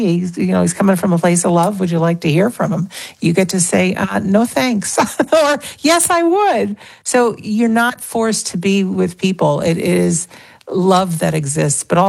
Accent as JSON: {"language": "English", "region": "Connecticut", "country": "United States", "tie": "born or raised there", "also_born_or_lived": "Massachusetts", "lives_now": "Rhode Island, United States", "said": "But I grew up in Connecticut, born in Massachusetts, currently reside."}